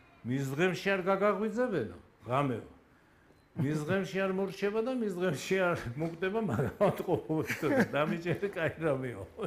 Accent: Tbilisi, Georgia; ფიქრის გორაზე დავიბადე 53 წელს გახურებული ომია.

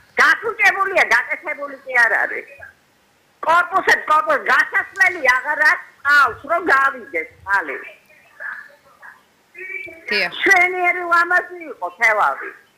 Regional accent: Kakheti, Georgia; კახეთში გავიზარდე, დავბერდი. ესეთი რაღაცა არ მახსოვს. რა იხარგება, თელავი იყო გადასარევი ქალაქი.

